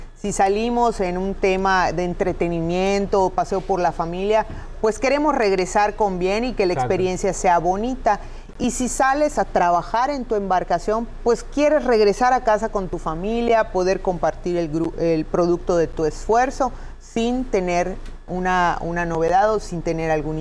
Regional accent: Progreso, Yucatán, Mexico; Yo soy del municipio de Progreso

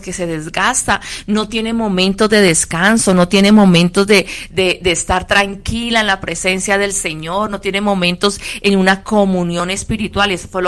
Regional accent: Meta, Colombia; born there; Dios me le bendiga desde la ciudad donde yo nací, se llama Casillas Meta, en Colombia, desde allí está conectadita

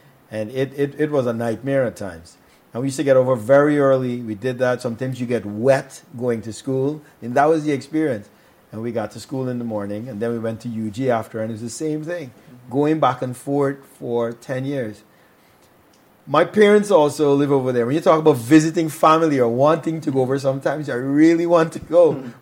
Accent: Guyana; I'm from the West Coast.

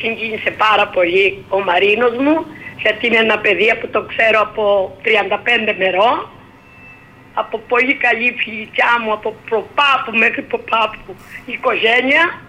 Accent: Arkalochori, Crete, Greece

